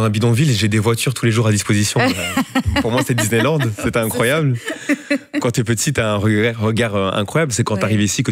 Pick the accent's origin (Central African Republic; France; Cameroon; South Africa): South Africa; Cape Town, Western Cape; moved away; also born or lived in Congo / Rwanda; vers l'Afrique du Sud, là où j'ai grandi.